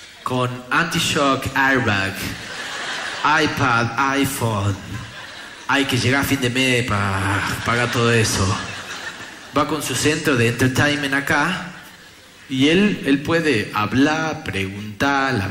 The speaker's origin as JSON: {"language": "Spanish", "town": "Famaillá", "region": "Tucumán", "country": "Argentina", "tie": "born or raised there", "said": "Una vez salimos de Famaya, mi pueblo"}